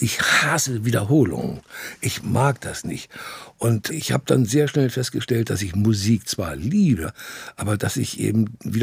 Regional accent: Hamburg, Germany; also born or lived in Vienna, Austria; ich bin dann in Wien zur Welt gekommen. Und dann waren die Deutschen aber irgendwann nicht mehr so gelitten. Und dann hieß es wieder zurück ab nach Hause, nach Hamburg.

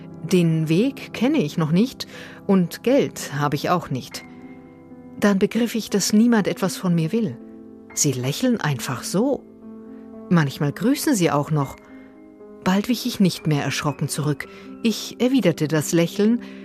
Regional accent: Russia; German is a second language; now in Germany; Wie man auf Deutsch sagt, ich bin aus Russland, aber ich bin gegen den Krieg, habe ich gelernt, bevor ich sagen konnte, wie alt ich bin und was ich beruflich mache.

